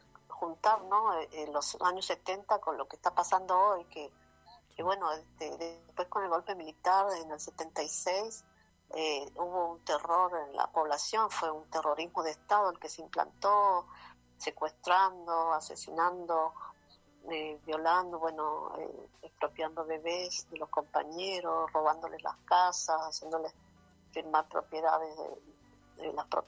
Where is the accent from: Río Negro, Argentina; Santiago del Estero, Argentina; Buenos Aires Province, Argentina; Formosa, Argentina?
Santiago del Estero, Argentina; mi padre nació, somos de Santiago del Estero